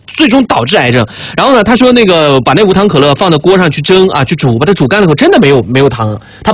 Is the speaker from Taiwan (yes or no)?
no; Sichuan, China; 这是咱们四川人的命，泡菜。